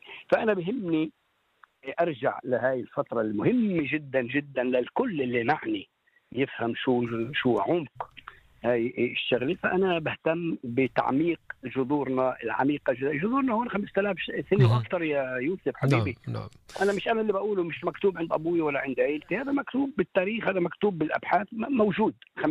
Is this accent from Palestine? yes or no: yes; Palestine; إني أنا أحكي عن جذوري وانتمائي الفلسطيني.